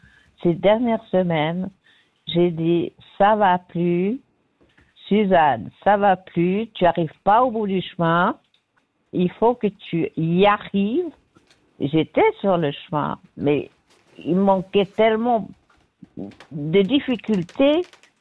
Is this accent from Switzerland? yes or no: yes; Switzerland; Je suis dans un pays libre, je suis suissesse.